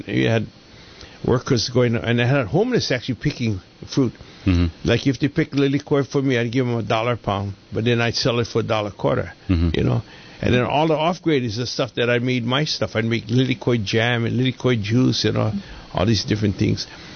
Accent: Hawaii, United States; So there's all these techniques that I learned as a native Hawaiian growing up in Hawaii.

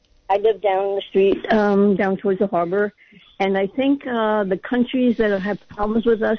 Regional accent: New York City, New York, United States; moved away; I grew up in New York City

